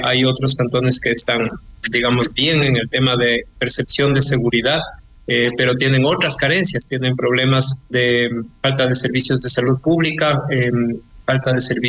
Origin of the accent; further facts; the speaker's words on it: Ecuador; eso es un poco lo que marca nuestra manera de ser como ecuatorianos